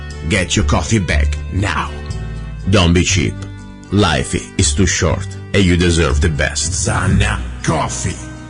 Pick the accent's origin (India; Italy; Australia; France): Italy; English is a second language; now in United States